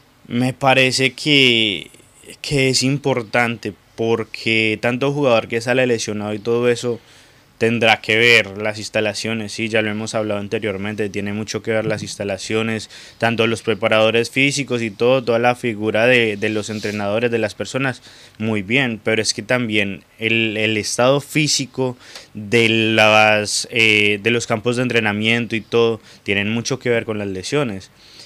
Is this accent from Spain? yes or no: no; Colombia; moved away; yo me crié en Colombia jugando en tierra